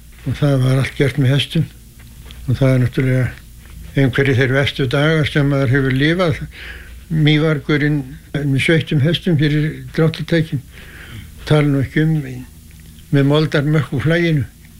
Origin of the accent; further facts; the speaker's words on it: Arnarvatn, Northeastern Region, Iceland; Ég var fæddur 1923 á Arnarvatni Mývatnssveit og ólst þar upp til fullorðins ára.